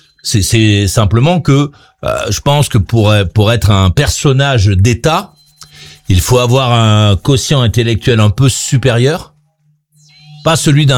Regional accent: France; Bah oui, je suis Français moi.

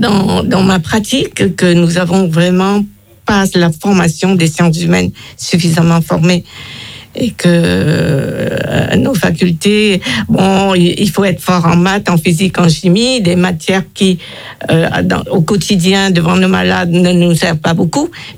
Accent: Vietnam; moved away; Je suis née au Vietnam et descendante de l'un des premiers colons français au Vietnam

